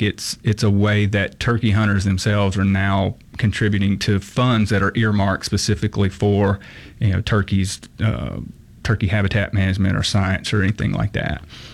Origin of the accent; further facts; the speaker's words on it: United States; So I'm from Lawrence County. I tell people all the time, you know, Lawrence County to this day has like one red light in the whole county, you know. So I grew up in a really rural place.